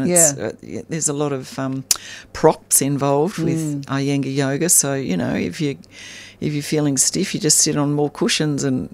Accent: Armidale, New South Wales, Australia; born or raised there

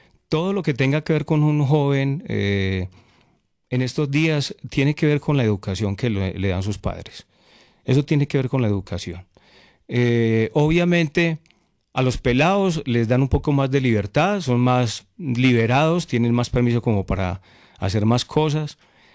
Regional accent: Concordia, Antioquia, Colombia; yo voto donde nací, yo voto de donde soy, de mi pueblo, de Concordia. Orgulloso de ser concordiano, yo soy ya de ese pueblo, de Concordia, Antioquia.

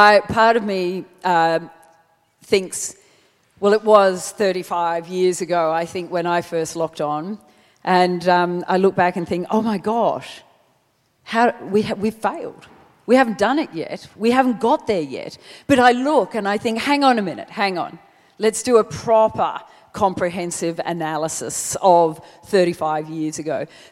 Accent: Lismore, New South Wales, Australia; I come from Lismore. My town, my community

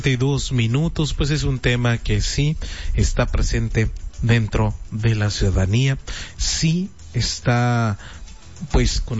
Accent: Piedras Negras, Coahuila, Mexico; no olvidemos que somos negropetenses, no olvidemos que somos de Piedras Negras

